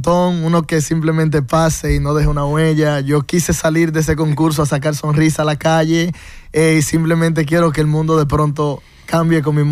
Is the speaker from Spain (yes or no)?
no; Dominican Republic; somos dominicanos.